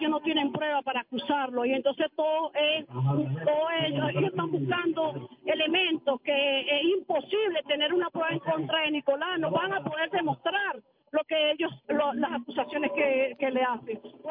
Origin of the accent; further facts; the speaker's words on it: Venezuela; Así somos los venezolanos y las venezolanas.